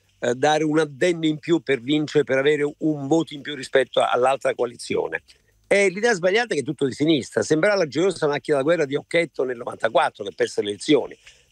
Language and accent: Italian; Basilicata, Italy; io sono della Basilicata, non sono potuto venire questa volta.